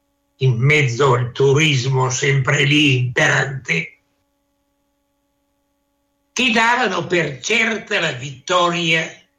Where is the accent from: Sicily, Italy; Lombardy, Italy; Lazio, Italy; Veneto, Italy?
Veneto, Italy; Venice; sono un veneto di origine e in particolare un veneziano.